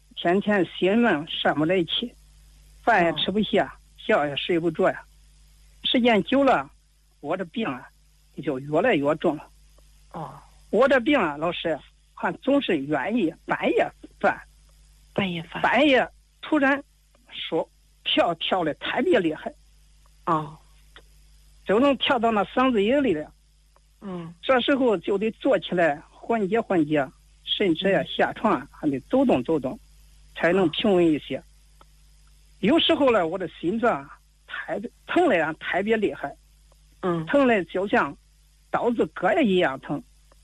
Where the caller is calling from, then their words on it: Mengla County, Yunnan, China; 我是来自云南省西双版纳勐腊县人，